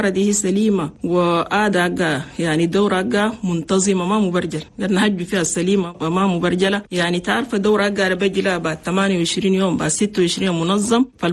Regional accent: Chad; لأننا نحن عندنا في تشاد نسبة موت عن الأمهات

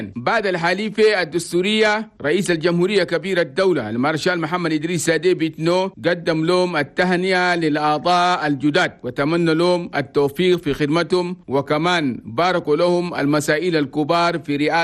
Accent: Chad; من أجل العمل الحكومي وخدمة المصلحة العامة عن بلدنا تشاد.

